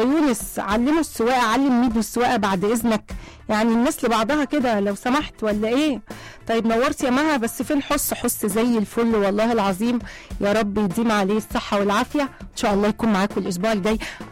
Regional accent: Damietta, Damietta Governorate, Egypt; من دمياط، أحلى مساء عليكم

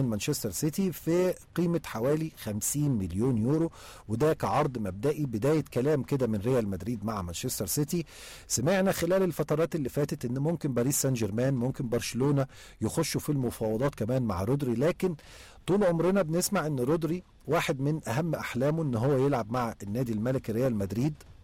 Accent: Egypt; عندنا في مصر

